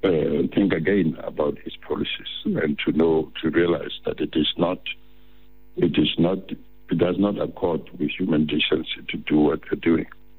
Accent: South Africa

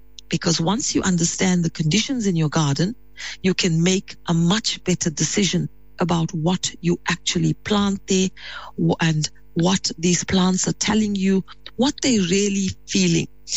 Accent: Pietermaritzburg, KwaZulu-Natal, South Africa; growing up in Pietermaritzburg

